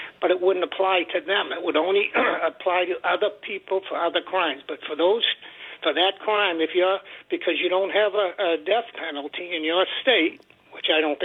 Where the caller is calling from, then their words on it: North Shore, Massachusetts, United States; I'm on the North Shore.